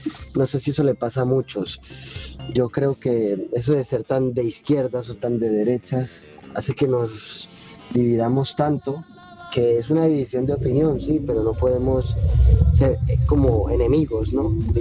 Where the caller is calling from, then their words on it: Lleida, Catalonia, Spain; Bueno, buenos días Rafico, buenos días desde Lérida, España.